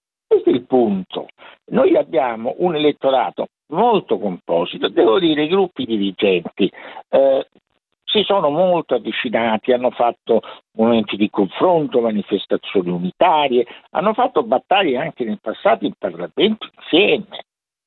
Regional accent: Rome, Lazio, Italy; io sono un romano, non è un termine dispregiativo, Roma è la capitale.

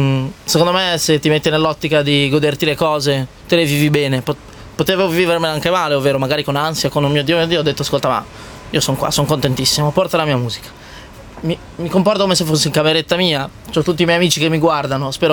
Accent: Sant'Agata Bolognese, Emilia-Romagna, Italy; il cap del mio paesino, Sant'Agata Bolognese si chiama.

